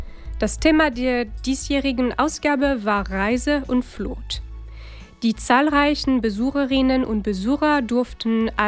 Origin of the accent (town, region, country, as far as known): Brittany, France; born or raised there